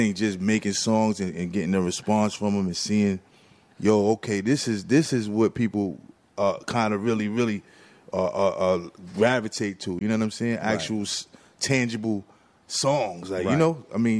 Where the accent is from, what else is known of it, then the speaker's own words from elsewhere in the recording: New York City, New York, United States; And then growing up in Harlem, it was one of them things that, you know, I was just part of the tapestry